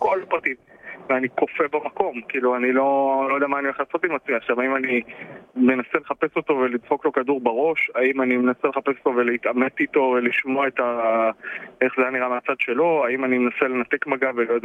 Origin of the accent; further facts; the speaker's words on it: Jerusalem, Jerusalem District, Israel; ההורים שלי מלכתחילה בחרו לגדל אותי במקום שזאת הכי לא השכונה הרגילה בארץ, כן? בעיר העתיקה